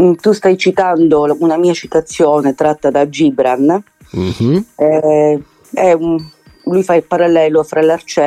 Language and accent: Italian; Palermo, Sicily, Italy